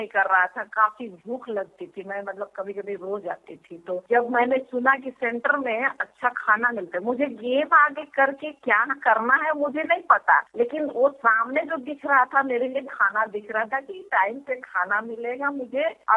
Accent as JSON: {"language": "Hindi", "town": "Ramsiri", "region": "Jharkhand", "country": "India", "tie": "born or raised there", "also_born_or_lived": "Mahuadanr", "said": "मैं मेरे गांव से, रामसिरी गांव है, वहां से महुआनार जब बोर्डिंग स्कूल में मेरी दाखिला हुई"}